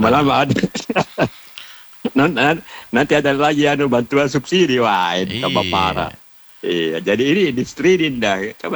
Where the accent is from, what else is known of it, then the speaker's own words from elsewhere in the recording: South Sulawesi, Indonesia; saya selaku orang Selatan tetap ingat PSM